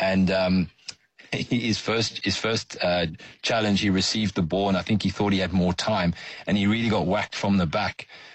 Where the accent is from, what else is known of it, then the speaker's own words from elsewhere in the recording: South Africa; moved away as an adult; I grew up in South Africa.